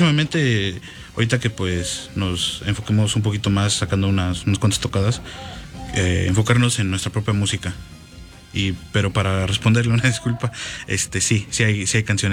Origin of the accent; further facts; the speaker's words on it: Papalotla, Tlaxcala, Mexico; moved away; yo crecí un buen tiempo en Tlaxcala.